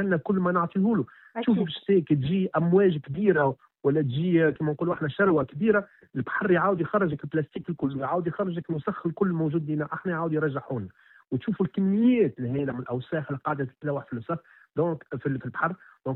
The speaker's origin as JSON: {"language": "Arabic", "town": "Mahdia", "region": "Mahdia Governorate", "country": "Tunisia", "said": "إني الحقيقة من مدينة المهدية"}